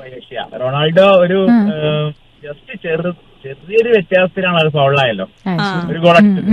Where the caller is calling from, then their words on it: Kerala, India; സ്ഥലം വഴങ്ങോട് അറിയും, നമ്മള് കിഴാറ്റൂർ അടുത്താണ്.